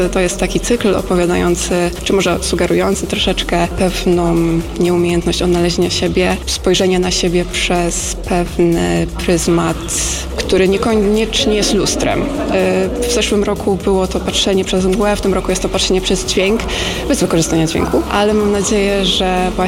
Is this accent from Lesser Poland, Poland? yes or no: no; Toruń, Kuyavian-Pomeranian Voivodeship, Poland; jestem z Torunia.